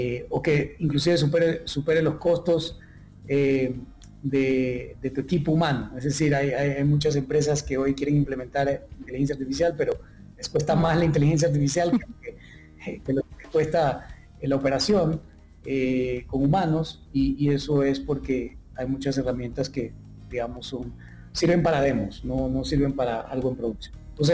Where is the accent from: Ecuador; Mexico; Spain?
Ecuador; moved away; yo soy originalmente de Ecuador, pero y me ven muy, muy joven, pero he estado emprendiendo desde los 18 años, yo casi tengo 40